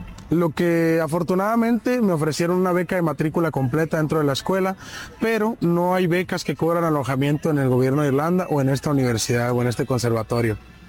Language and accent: Spanish; Tijuana, Baja California, Mexico; soy trompetista, soy tijuanense, californiano